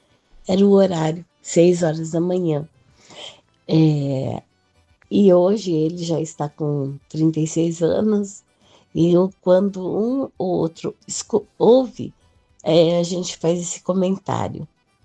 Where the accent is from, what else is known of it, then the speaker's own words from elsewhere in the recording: São Paulo, Brazil; sou do interior de São Paulo.